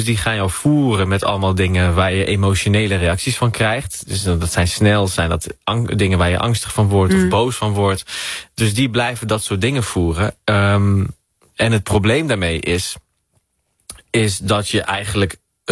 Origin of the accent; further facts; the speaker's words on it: Morocco; also born or lived in Netherlands; Toen denk je, maar ik ben ook Marokkaans. Ja. En ik ben Nederlander en ik ben het allebei.